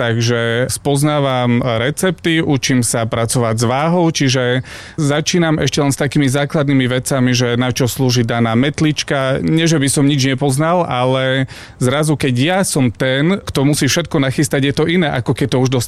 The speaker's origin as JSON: {"language": "Slovak", "town": "Mokroluh", "region": "Prešov Region", "country": "Slovakia", "tie": "born or raised there", "said": "Ja som vyrastal v Mokroluhu, to hovorím, že to je najkrajšia dedina v Bardejovskom okrese a je to samozrejme aj pravda."}